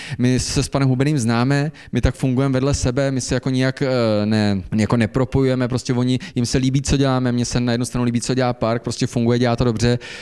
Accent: Železná Ruda, Plzeň Region, Czechia; vlastně doteďka byly v HKO, v okolo Železnorucka, odkud pocházím

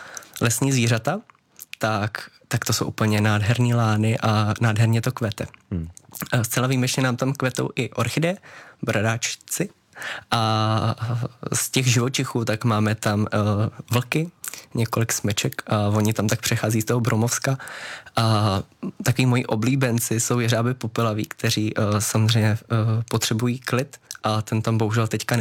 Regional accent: Královec, Hradec Králové Region, Czechia; born there; jsem se narodil v Královci, tak a nemám vůbec v plánu někam odejít

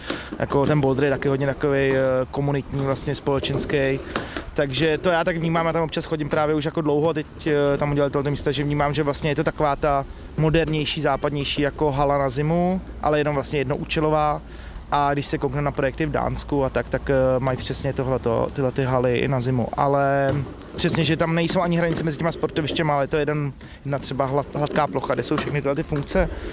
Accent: Prague, Czechia; já jsem vlastně z Prahy 7

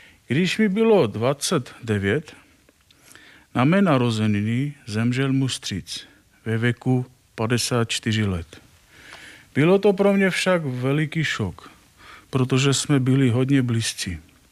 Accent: Armenia; Czech is a second language; now in Czech Republic; a pocházím z Arménie

